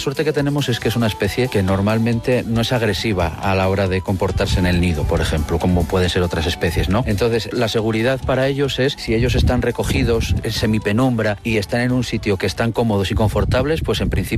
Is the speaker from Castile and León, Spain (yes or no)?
yes; León, Castile and León, Spain; Yo soy de León, yo trabajo aquí en la parte de Picos, ¿vale?